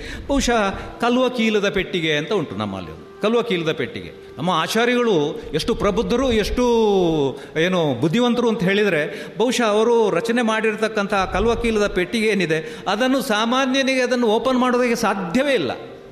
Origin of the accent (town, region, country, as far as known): Karnataka, India